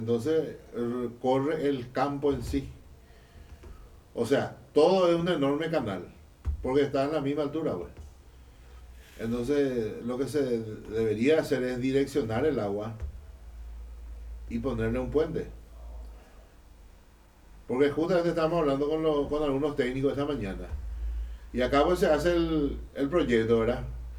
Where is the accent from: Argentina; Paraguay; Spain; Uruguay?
Paraguay